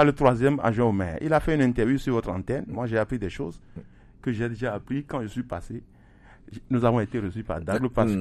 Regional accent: Lomé, Maritime, Togo; born there; Je suis né dans le Golfe 4 à Lomnava. À l'époque, c'était le 3e arrondissement.

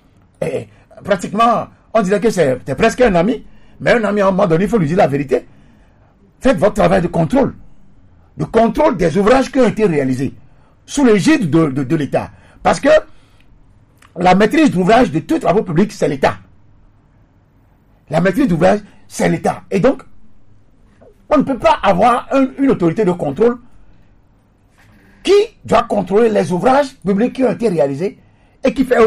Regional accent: Togo; parce qu'on aime cultiver plus la médiocrité chez nous au Togo que ce qui est l'excellence.

